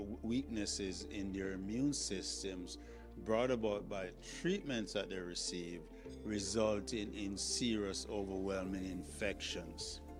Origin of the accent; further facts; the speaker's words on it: Jamaica; now in Toronto, Canada; I'm a professor of pediatrics at the University of Toronto. I'm originally from Jamaica.